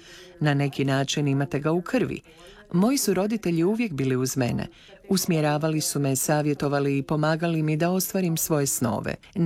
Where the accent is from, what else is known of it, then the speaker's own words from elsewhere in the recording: Canada; Ja sam odrasla u Kanadi, ali odgojili su me hrvatski roditelji.